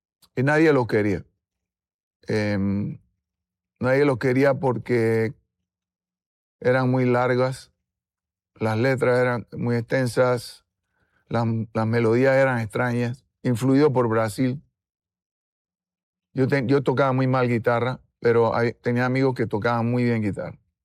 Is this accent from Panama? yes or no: yes; Panama; Entonces, yo comencé a mirar hacia adentro y a ver a Panamá, a verme a mí como panameño, ¿no?